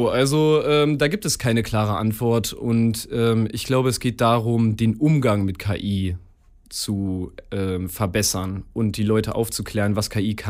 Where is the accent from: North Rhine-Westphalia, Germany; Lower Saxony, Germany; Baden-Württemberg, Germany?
Lower Saxony, Germany; Hameln; ich komme aus Hameln und bin hier zur Schule gegangen und habe hier auch die Geige gelernt zu spielen.